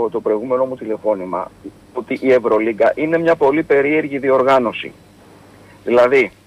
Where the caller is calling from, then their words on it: Melissia, Attica, Greece; από τα Μελίσια.